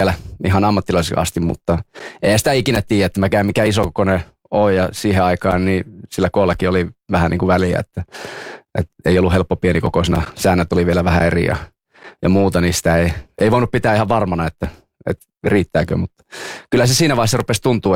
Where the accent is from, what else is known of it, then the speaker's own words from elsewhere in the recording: Vuorela, North Savo, Finland; Ja silloin oli meillä Vuorelassa, mikä on just Siilinjärven puolella, niin siellä oli oma joukkue. Vaikka pieni paikka olikin, niin silti oli niin paljon lapsia kiekon parissa, että meillä oli siellä Vuorelassa oma porukka.